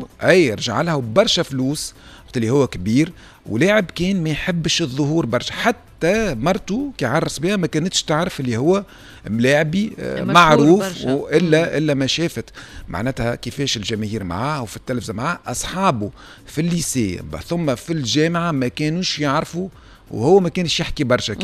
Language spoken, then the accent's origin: Arabic; Tunisia; في بلادنا في تونس